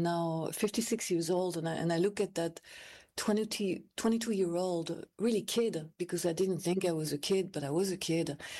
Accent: France; also born or lived in United Kingdom; now in New York, United States; And I didn't really love growing up in France either. And I remember arriving in New York and feeling, oh, I have found my place.

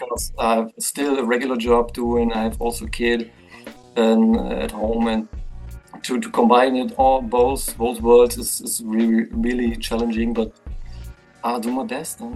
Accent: Berlin, Germany; I'm from Germany, from the old GDR generation. I'm from the east side of Berlin

